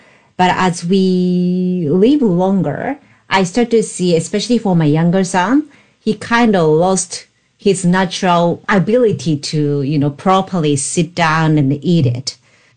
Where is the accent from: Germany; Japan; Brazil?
Japan; moved away; because I'm Japanese